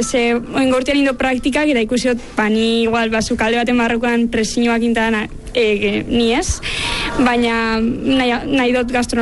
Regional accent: Arrasate, Basque Country, Spain; Ni Arrasatetik.

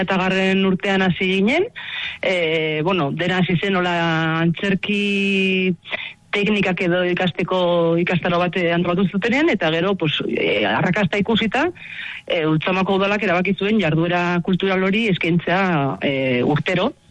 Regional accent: Pamplona, Navarre, Spain; now in Basaburua, Spain; ni Iruñekoa naiz, baina Basaburuan bizi naiz.

